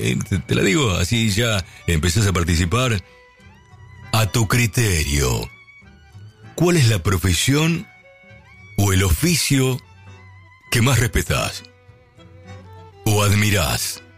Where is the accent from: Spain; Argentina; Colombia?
Argentina; Lincoln, Buenos Aires Province; moved away; Cuando yo salí del pueblo, yo salí de Lincoln